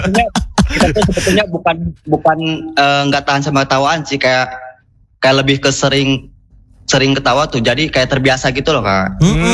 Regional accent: West Java, Indonesia; Iya, kita dari Sunda soalnya.

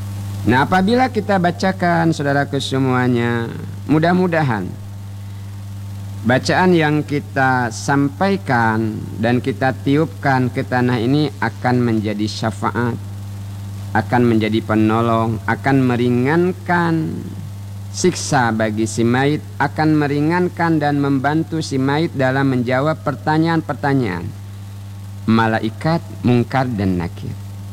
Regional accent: Bangka Belitung Islands, Indonesia; kata kita orang Bangka

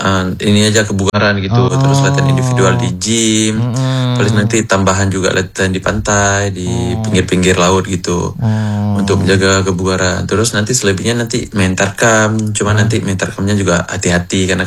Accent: Aceh, Indonesia; Selaku warga Aceh dan warga Indonesia tentunya.

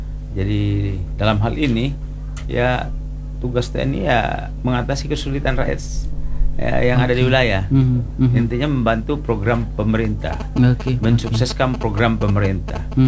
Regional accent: Tana Toraja, South Sulawesi, Indonesia; Ya kebetulan memang saya dari Sulawesi Selatan, saya dari Tanah Toraja.

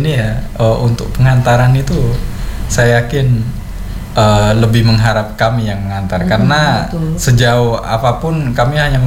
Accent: Bondowoso, East Java, Indonesia; moved away as an adult; now in Kupang, Indonesia

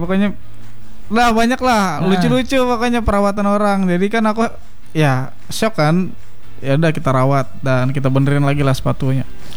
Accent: Palangka Raya, Central Kalimantan, Indonesia; also born or lived in Banjarmasin; aku pulang pergi tuh dari Banjar ke Palangka, kan kita kan asli Palangka.

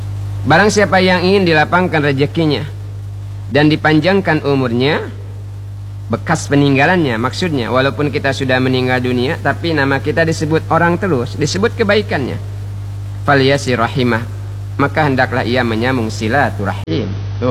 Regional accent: Bangka Belitung Islands, Indonesia; kata kita orang Bangka.

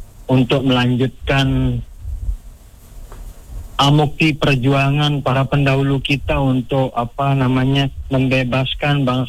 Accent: Mataram, West Nusa Tenggara, Indonesia; Kampung saya ini kan di Jalan Udayana Dasanagung.

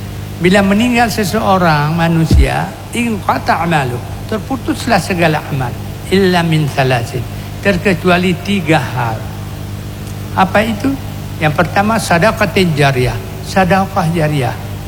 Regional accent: Aceh, Indonesia; Saya orang Aceh karena pergi haji bukan dari Aceh, enggak dapat juga.

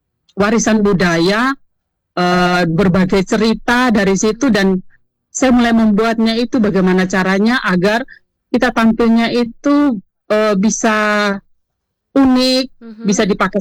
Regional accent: Sumba, East Nusa Tenggara, Indonesia; also born or lived in Bali; now in Kupang, Indonesia; Kebetulan saya itu orang Sumba. Saya pakai tenun Sumba.

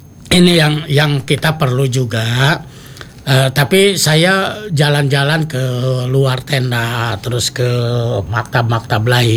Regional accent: Indonesia

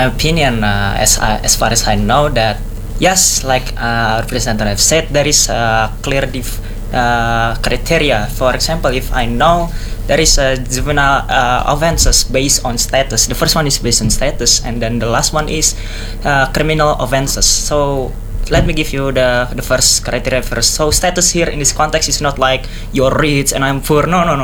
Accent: Jakarta, Indonesia; English is a second language; now in East Java, Indonesia; And I'm originally come from Jakarta, but now I'm taking education right here.

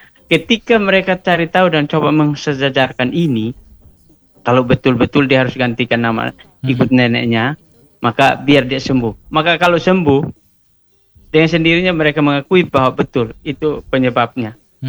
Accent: East Nusa Tenggara, Indonesia; Dan orang-orang kami orang Timur itu akan mencari tahu.

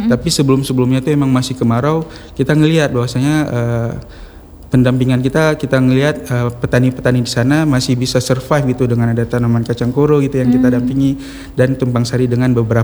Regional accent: Aceh, Indonesia; Sebenarnya kita Aceh ini ya punya potensi yang besar di bidang pertanian.

